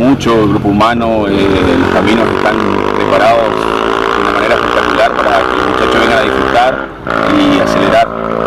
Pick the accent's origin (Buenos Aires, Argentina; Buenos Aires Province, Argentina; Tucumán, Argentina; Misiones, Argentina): Misiones, Argentina; Jardín América; La primera vez que corro en mi tierra, en mi casa, en mi Jardín América.